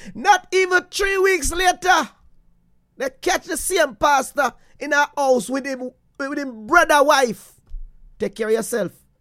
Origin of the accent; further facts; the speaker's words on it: Portland Cottage, Clarendon, Jamaica; when I was a boy growing up in Portland Cottage in Clarendon